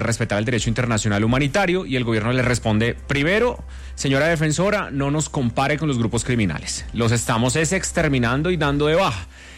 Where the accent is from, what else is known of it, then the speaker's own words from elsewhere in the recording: Colombia; este es un tema que nos pone a nosotros a revisarnos como colombianos qué es lo que está pasando.